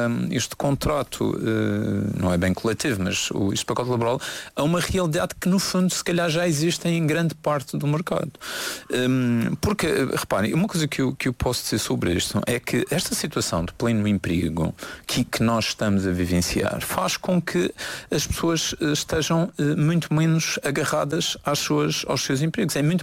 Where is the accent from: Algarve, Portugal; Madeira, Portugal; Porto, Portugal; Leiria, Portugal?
Madeira, Portugal; como nós somos madeirenses.